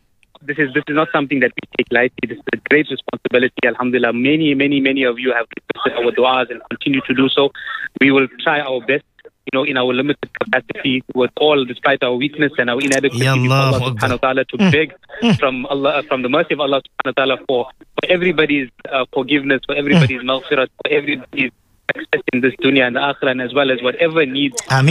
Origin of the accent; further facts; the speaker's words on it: Durban, KwaZulu-Natal, South Africa; I'm from Durban.